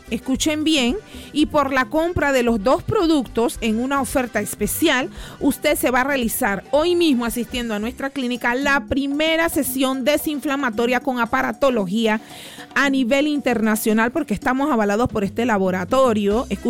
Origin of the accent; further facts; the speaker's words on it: Panama; Soy panameña